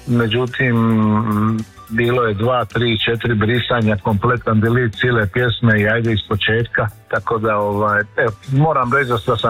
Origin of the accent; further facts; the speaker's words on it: Croatia; Imali smo mi kao Hrvati